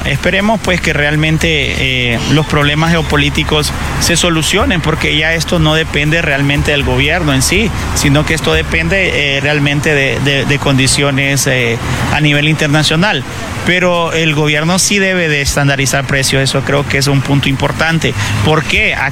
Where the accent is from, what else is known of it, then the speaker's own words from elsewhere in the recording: Honduras; nosotros como pueblo hondureño